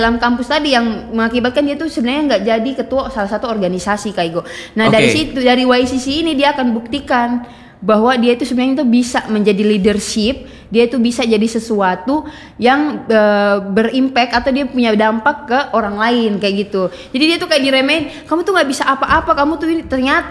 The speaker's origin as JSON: {"language": "Indonesian", "town": "Tual", "region": "Maluku", "country": "Indonesia", "said": "Pas aku bilang, aku dari Tual. Tual tuh di mana?"}